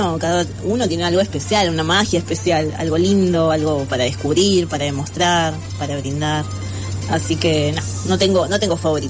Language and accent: Spanish; Buenos Aires, Argentina; born there; Tengo 43 años, nací acá en Buenos Aires, en Capital Federal, y mi fecha de cumpleaños es el 16 de agosto.